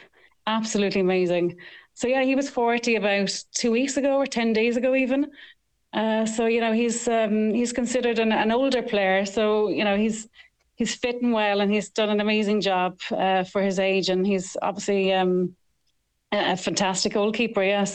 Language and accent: English; Ireland; now in Cape Verde; as an Irish person.